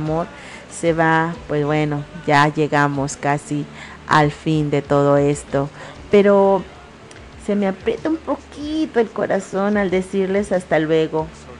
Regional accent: Tizimín, Yucatán, Mexico; la que siempre les habla con el corazón en la mano, transmitiendo con mucho orgullo y todo el cariño del mundo desde mi tierra hermosa, desde Tizimín, Yucatán

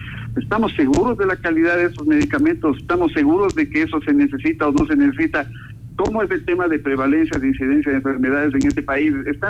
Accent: Ecuador; a mi pueblo, al pueblo ecuatoriano

